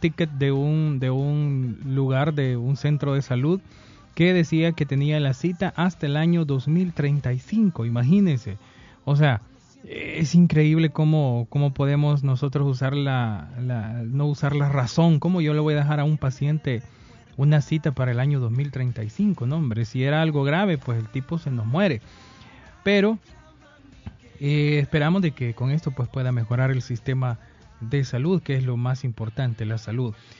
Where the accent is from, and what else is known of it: El Salvador